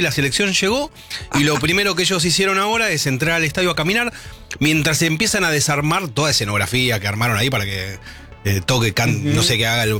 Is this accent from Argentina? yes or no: yes; Argentina; Pero la canción principal, así como nosotros cantamos … el Mundial pasado